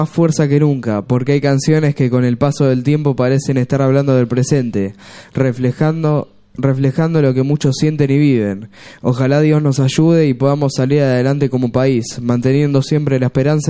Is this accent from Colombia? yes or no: no; Argentina; lo que nos pasa como argentinos